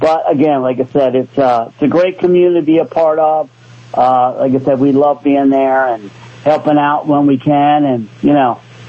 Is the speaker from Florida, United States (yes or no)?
no; York, Pennsylvania, United States; I mean, I grew up in York